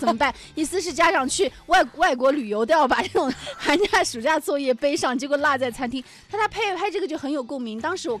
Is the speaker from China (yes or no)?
yes; Yuxi, Yunnan, China; 我小时候是在玉溪嘛，